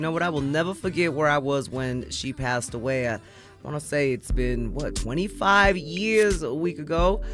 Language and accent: English; New York, United States; You know, I'm a New Yorker, so next week we are definitely going to send love back home to my city